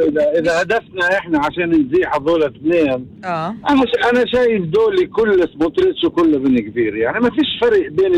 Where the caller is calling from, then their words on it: Sakhnin, Northern District, Israel; من سخنين.